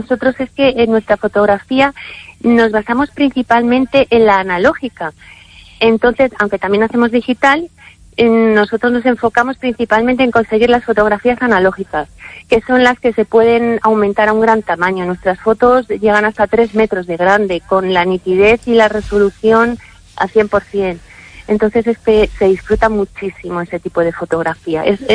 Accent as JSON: {"language": "Spanish", "town": "Madrid", "region": "Community of Madrid", "country": "Spain", "said": "Entonces, aunque yo soy de Madrid, pues mi origen está aquí y tengo casa en una aldea de Orense"}